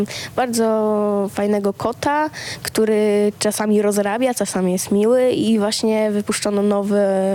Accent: Zielona Góra, Lubusz Voivodeship, Poland; ja pochodzę z Zielonej Góry

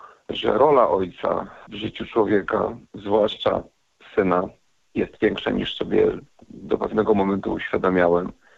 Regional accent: Silesian Voivodeship, Poland; tutaj u nas na Śląsku.

